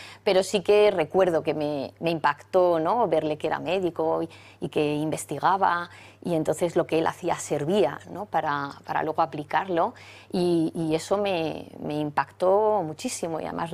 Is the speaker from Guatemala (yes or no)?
no; Segovia, Castile and León, Spain; somos una familia de Segovia pues muy normal, muy, uh-huh, muy estándar. Soy la segunda de 4 hermanos.